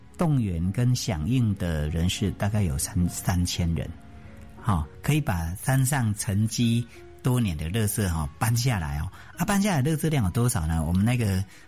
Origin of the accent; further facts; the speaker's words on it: Chiayi, Taiwan; now in Taipei, Taiwan; 因为啊、像我从南部嘉义啊来到台北已经40几年了